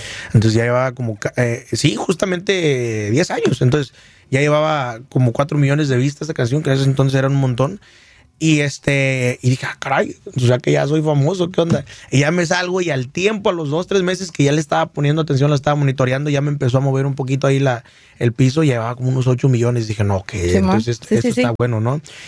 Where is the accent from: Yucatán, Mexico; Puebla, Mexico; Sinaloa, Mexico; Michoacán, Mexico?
Michoacán, Mexico; accent: Michoacán; Así como mi acento michoacano.